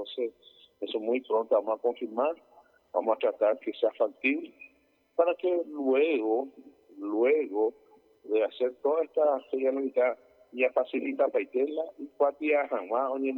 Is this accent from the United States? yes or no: no; Argentina; No, no es porque somos argentinos y perseguimos a nadie